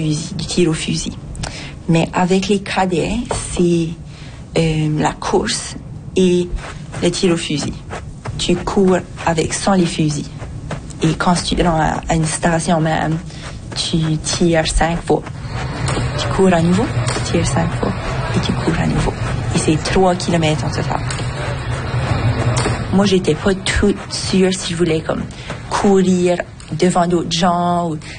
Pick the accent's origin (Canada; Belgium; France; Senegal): Canada; Collette, New Brunswick; Je suis originaire de Colette, Nouveau-Brunswick.